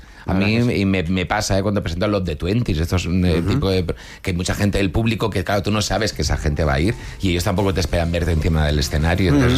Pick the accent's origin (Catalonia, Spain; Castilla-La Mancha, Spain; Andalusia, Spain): Catalonia, Spain; Barcelona; moved away as an adult; now in Madrid, Spain; yo soy de Barcelona, me vine a Madrid con 18 años, de repente hay un momento de despegarte de tu grupo de amigos, de lo que ves.